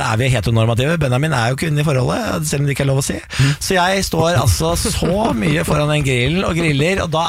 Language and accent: Norwegian; Moss, Østfold, Norway; Ja, jeg er fra Moss, Kambo